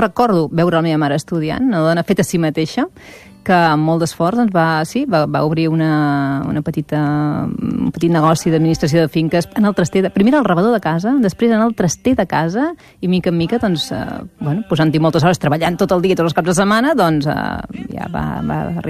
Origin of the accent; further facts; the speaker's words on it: Vilafranca del Penedès, Catalonia, Spain; also born or lived in Barcelona; a Vilafranca del Penedès. Vaig néixer a Barcelona, però al cap darrer 3 anyets ja érem a Vilafranca del Penedès.